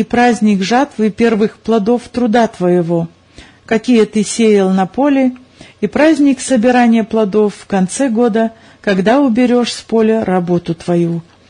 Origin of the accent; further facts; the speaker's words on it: Russia; born there; Родился я в России.